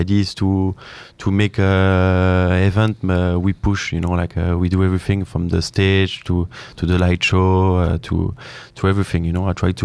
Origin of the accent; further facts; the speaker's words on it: Belgium; accent: French; I'm from Belgium.